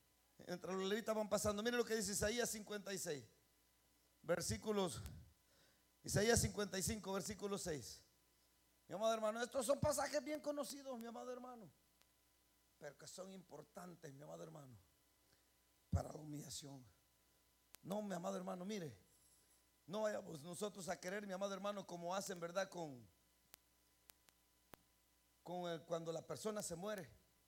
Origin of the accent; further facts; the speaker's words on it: El Salvador; moved away; Allá en mi tierra se llamaba Mazinger